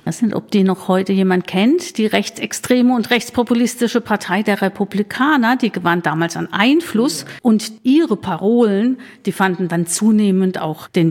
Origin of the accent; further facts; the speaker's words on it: Karlsruhe, Baden-Württemberg, Germany; now in Schriesheim, Germany; ich komme aus Karlsruhe. Aber das hört man ganz sicher ganz gut am Dialekt, den konnte ich nie ablegen. Seit 40 Jahren lebe ich dort nicht mehr und seit 26 Jahren in Schriesheim mit Mann und Hund.